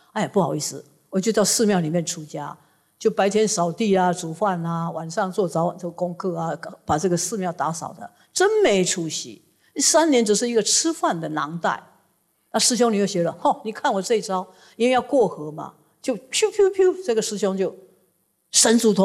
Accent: Taiwan

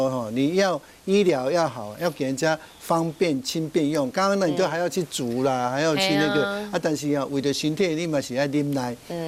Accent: Taiwan; 我们台湾人

